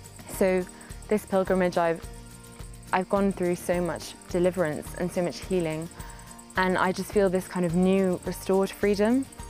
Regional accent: Yorkshire and the Humber, United Kingdom; I'm 19 years old. I'm from North Yorkshire in England, and this is my third time in Medjugorje.

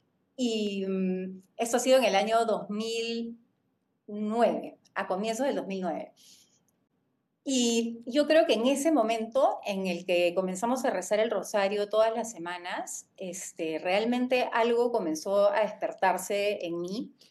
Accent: Peru; now in Lima, Peru; soy peruana, soy casada, tengo 4 hijos.

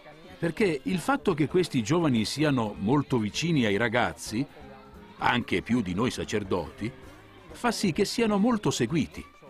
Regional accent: Madrid, Community of Madrid, Spain; moved away as an adult; now in Ecuador; Io sono spagnolo, di Madrid, dove lavoravo

